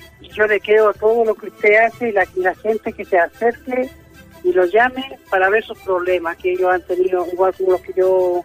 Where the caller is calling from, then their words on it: Vallenar, Atacama, Chile; yo vivo en Vallenar